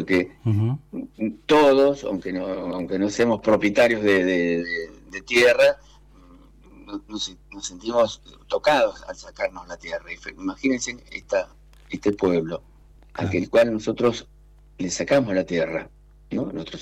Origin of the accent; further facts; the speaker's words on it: Patagonia, Argentina; como buen patagónico tenemos lazos afectivos, históricos y familiares